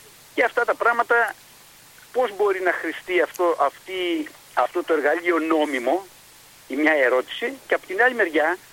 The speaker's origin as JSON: {"language": "Greek", "country": "Greece", "said": "εμείς σαν Έλληνες"}